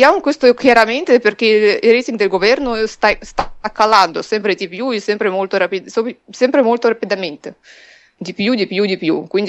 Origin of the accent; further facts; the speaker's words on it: Moscow Oblast, Russia; moved away; nella mia città natale, che sta nella regione di Mosca